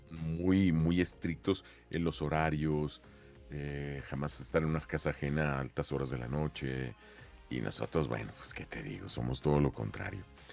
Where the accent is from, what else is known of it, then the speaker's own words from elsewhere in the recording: Mexico; Mi México, nuestro México amado